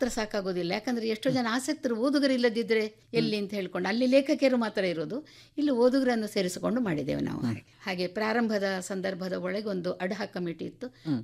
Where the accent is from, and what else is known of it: Dakshina Kannada district, Karnataka, India